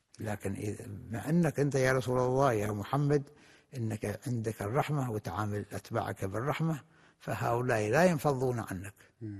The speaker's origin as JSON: {"language": "Arabic", "country": "Oman", "said": "مثلا عندنا في عمان تجد الواحد أين يذهب، يعني البلد كلها متكاتفة وكلها متعاونة وكلها متعارفة،"}